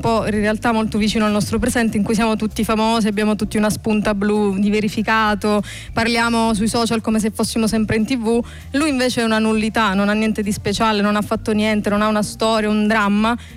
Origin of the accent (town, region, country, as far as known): Catania, Sicily, Italy